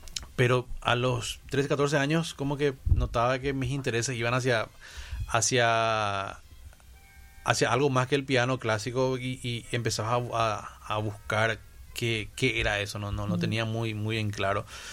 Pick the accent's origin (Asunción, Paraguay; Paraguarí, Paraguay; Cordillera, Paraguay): Asunción, Paraguay; Así que sí, soy de Asunción, no toda mi vida viví en Asunción porque viví muchos años afuera, uh-huh, pero ahora ya hace 4 años de vuelta y sí, acá por la zona.